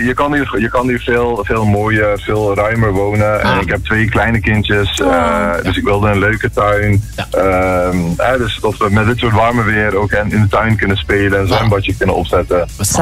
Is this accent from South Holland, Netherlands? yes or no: no; Eindhoven, North Brabant, Netherlands; moved away as an adult; also born or lived in Amsterdam; now in Hamont-Achel, Belgium; Ik ben opgegroeid in Eindhoven. Toen ben ik voor mijn studie naar Amsterdam verhuisd. Daar ook ben gaan werken. Dus in totaal 10 jaar gewoond.